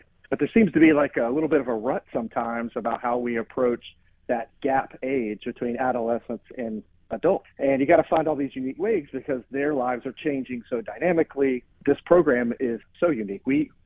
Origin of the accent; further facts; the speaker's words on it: Georgia, United States; I'm originally from Northeast Georgia, and that's where we raised our family.